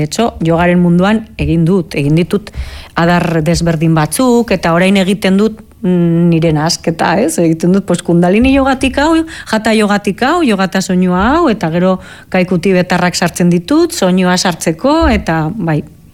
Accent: Navarre, Spain; Basque is a second language; Eta pues, Nafarroan, pues hori, ba, ni bezala, oza, ni euskaldun berria naiz.

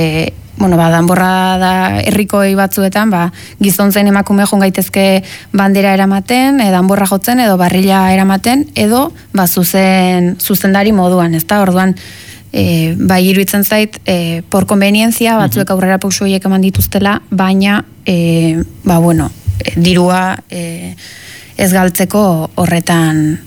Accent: San Sebastián, Basque Country, Spain; Bai, bueno, ni Donostiarra naiz eta danborradaren kontuarekin bai ikusten detela

